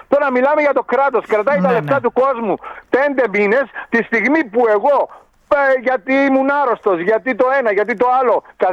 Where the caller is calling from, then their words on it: Greece; στεναχωριέμαι σαν Έλληνας